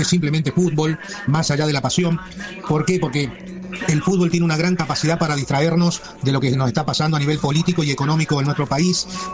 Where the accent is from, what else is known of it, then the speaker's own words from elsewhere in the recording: Argentina; Soy argentino.